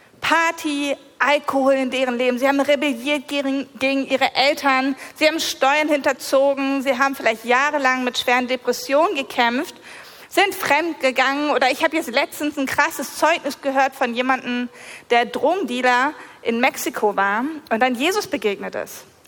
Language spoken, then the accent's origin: German; Lower Saxony, Germany; Ihr habt gerade schon gehört … Ich komme aus der Nähe Hannover